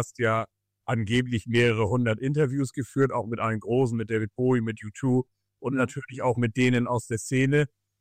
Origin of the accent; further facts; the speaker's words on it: Schleswig-Holstein, Germany; moved away as an adult; also born or lived in Hannover; Ich komme ja aus Schleswig-Holstein